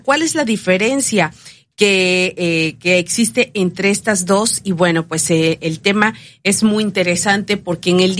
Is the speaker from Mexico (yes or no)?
yes; Mexico; como decimos aquí en México, tiras la toalla antes de tiempo, ¿no?